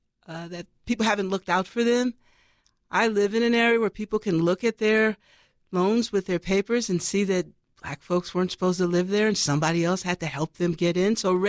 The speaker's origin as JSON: {"language": "English", "town": "Los Angeles", "region": "California", "country": "United States", "said": "I'm from South Central Los Angeles"}